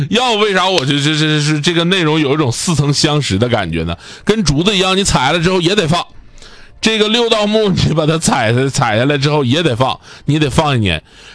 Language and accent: Chinese; Northeast China, China; accent: Northeastern; 拿手指盖一 K 都能 K 出印来啊，我们东北话讲就 K 呀